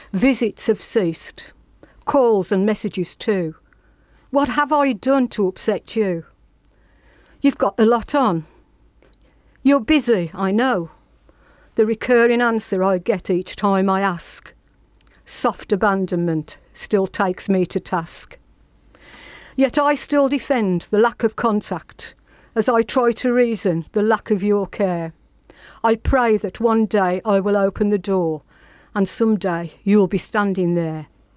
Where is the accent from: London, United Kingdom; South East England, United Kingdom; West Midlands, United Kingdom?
West Midlands, United Kingdom; Wednesfield; born there; Well, Wodensfield, and I was born in Wensfield. Actually, I was born in March End, which was originally Marsh End